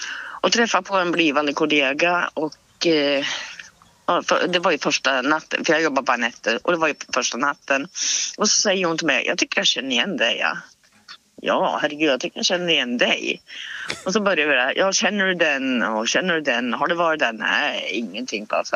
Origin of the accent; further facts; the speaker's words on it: Hille, Gävleborg County, Sweden; jag vill bara säga jag är uppvuxen i Hille, så det är inte så långt därifrån.